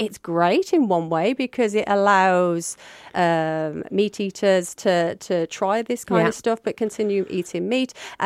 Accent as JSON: {"language": "English", "town": "Willenhall", "region": "West Midlands", "country": "United Kingdom", "also_born_or_lived": "London", "moved": "as an adult", "said": "I'm from Willenhall originally, you know, little old Willenhall. I moved away to London at 18 and moved back up here in 2014."}